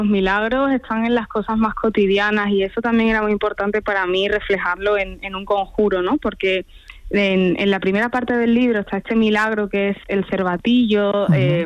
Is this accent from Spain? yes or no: yes; Spain; en mi pueblo no hay bosques maravillosos y frondosos, hay una dehesa, porque es la Sierra Norte